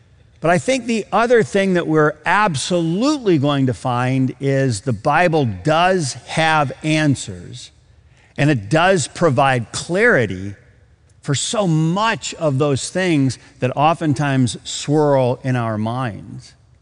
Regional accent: Michigan, United States; I grew up in Michigan, get out of snow.

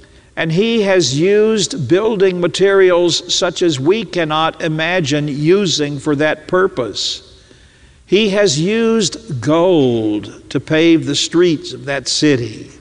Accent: the South, United States; I happen to be a child of the Southland. I was born and reared in the South.

